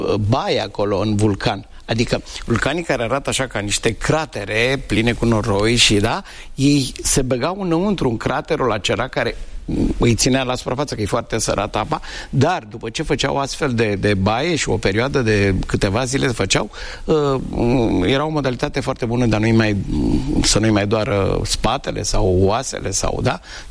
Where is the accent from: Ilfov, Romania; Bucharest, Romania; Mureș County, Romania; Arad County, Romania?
Bucharest, Romania; born there; Doar m-am născut, pentru că la 2 ani deja eram în București. Păstrez o amintire deosebită și mă reîntorc cu plăcere, chiar dacă nu am copilărit acolo. Apoi am trăit în București marea majoritate